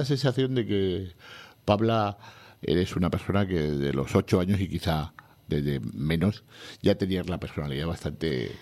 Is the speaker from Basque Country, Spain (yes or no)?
yes; Bilbao, Basque Country, Spain; unos años me crié en Bilbao.